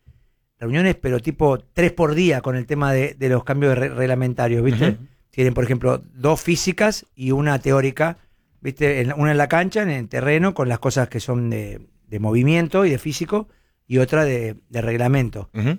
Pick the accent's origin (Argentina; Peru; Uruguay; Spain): Uruguay; Si soy de Uruguay, soy de Uruguay.